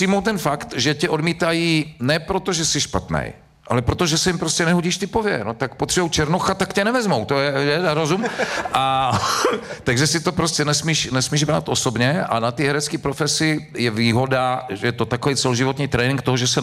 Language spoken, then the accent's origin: Czech; Ostrava, Moravian-Silesian Region, Czechia; jako správný Ostravák